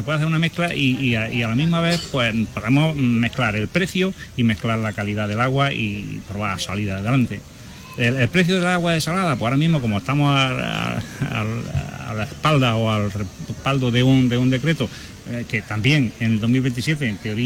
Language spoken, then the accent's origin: Spanish; Andalusia, Spain; aunque somos de la provincia de Almería, aunque somos andaluces, pertenecemos a la cuenca del Segura, a la cuenca de Murcia